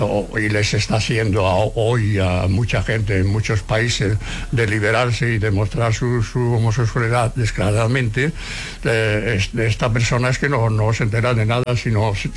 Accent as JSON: {"language": "Spanish", "town": "Seville", "region": "Andalusia", "country": "Spain", "moved": "yes", "lives_now": "Barcelona, Spain", "said": "nosotros cuando vinimos de Sevilla."}